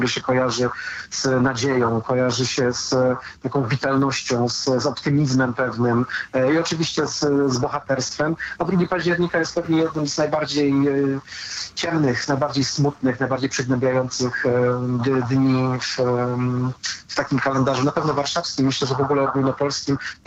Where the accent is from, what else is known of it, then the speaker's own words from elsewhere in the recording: Warsaw, Masovian Voivodeship, Poland; mówię to zresztą jako warszawiak, jako historyk, jako, no już mogę się tak zautodefiniować, polski patriota.